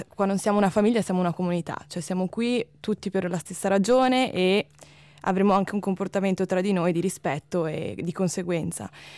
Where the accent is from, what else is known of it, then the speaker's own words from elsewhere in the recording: Veneto, Italy; Io vengo da un paese vicino a Venezia e non ero mai stata a Bolzano